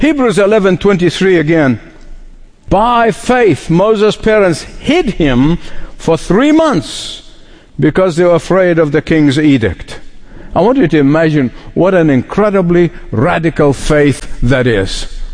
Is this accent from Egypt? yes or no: yes; Egypt; born or raised there